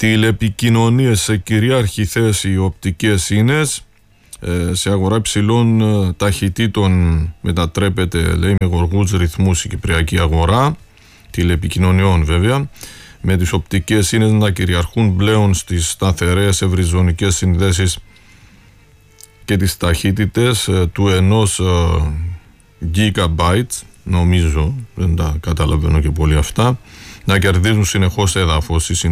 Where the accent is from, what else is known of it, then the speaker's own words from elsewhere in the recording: Agios Epiktitos, Kyrenia District, Cyprus; moved away; είναι και του Αγίου Επιχτήτου που είναι το χωριό μου.